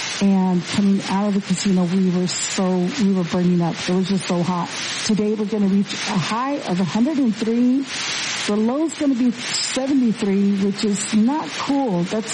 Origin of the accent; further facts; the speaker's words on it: Mammoth, Arizona, United States; moved away; I was over in my hometown in Mammoth, Arizona.